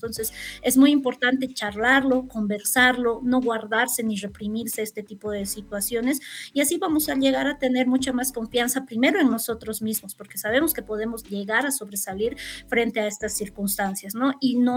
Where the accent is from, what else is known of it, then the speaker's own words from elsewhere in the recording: Bolivia; como bolivianos, vamos a sobresalir.